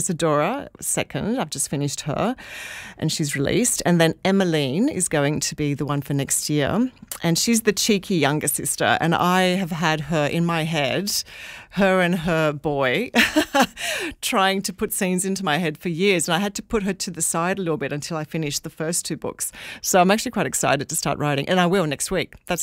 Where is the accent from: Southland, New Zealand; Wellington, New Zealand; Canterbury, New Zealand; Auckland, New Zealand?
Auckland, New Zealand; North Shore; moved away; also born or lived in England; I was raised on the North Shore, so it's like coming home actually when we came back from England.